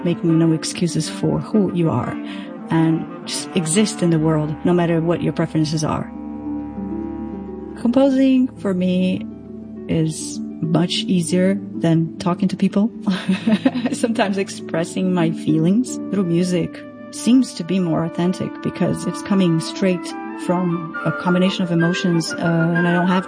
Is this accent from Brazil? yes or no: yes; Brazil; I am from Brazil, and I grew up in the 80s and 90s, pre-internet, in a time when being queer, it was really, really difficult.